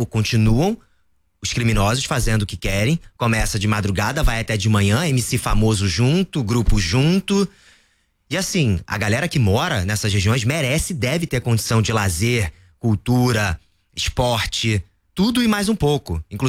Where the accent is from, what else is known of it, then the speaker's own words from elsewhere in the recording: Rio de Janeiro, Brazil; Eu sou da Tijuca, né?